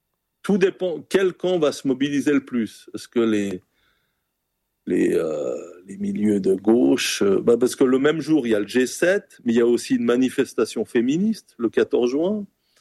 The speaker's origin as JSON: {"language": "French", "region": "Geneva", "country": "Switzerland", "said": "Alors, un des derniers cantons, c'est Genève. On est suisse que depuis 1815."}